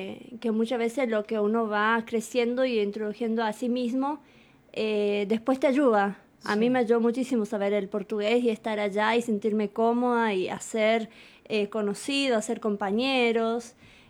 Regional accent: Colonia Aurora, Misiones, Argentina; para mí igual fue un privilegio haber nacido ahí, porque hoy en día soy bilingüe, bueno, estoy con inglés, entonces sería trilingüe.

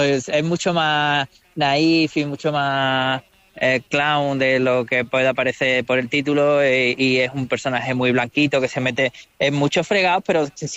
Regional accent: Málaga, Andalusia, Spain; also born or lived in Canary Islands; Sí, yo nací en Canarias por motivos laborales de mi familia, pero vamos, mi familia es de Málaga, mi ascendencia son de Málaga, de un pueblo que se llama Pizarra, de allí de Málaga, uh-huh. Y me he criado en Málaga ciudad, sí.

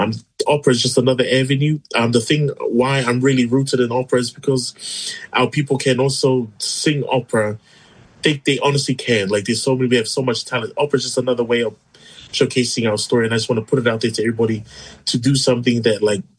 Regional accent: Cook Islands; I was born and bred in Cook Islands

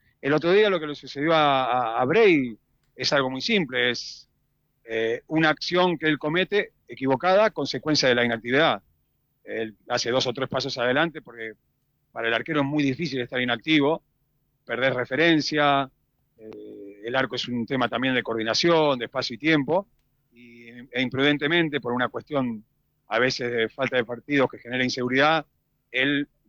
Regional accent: Buenos Aires, Argentina; motorizó todos mis sueños que tenía de pibe en mi barrio en Floresta

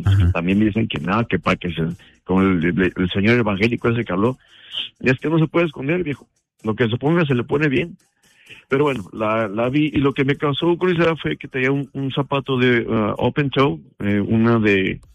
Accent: Mexico

